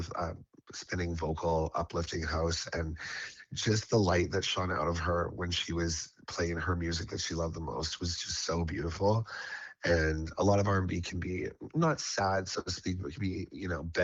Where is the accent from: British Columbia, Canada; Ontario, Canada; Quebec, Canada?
British Columbia, Canada; North Vancouver; Being a proud Vancouverite, I grew up in North Vancouver downtown